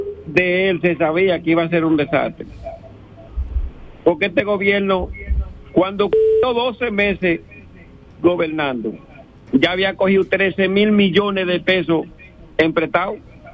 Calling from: Azua, Dominican Republic; desde Asua.

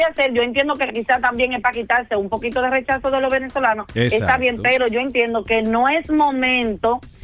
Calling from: Dominican Republic; brillamos todos los dominicanos

